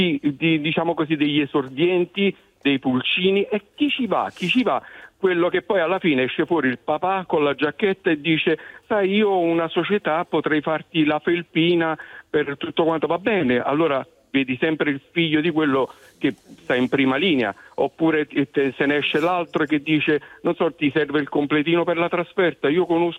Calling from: San Giorgio a Cremano, Campania, Italy; Da Napoli

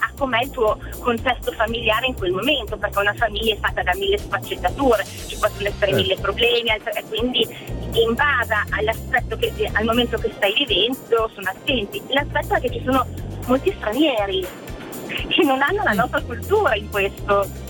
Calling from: Parma, Emilia-Romagna, Italy; Chiamo in direzione Parma, adesso sono in autostrada per tornare a Parma

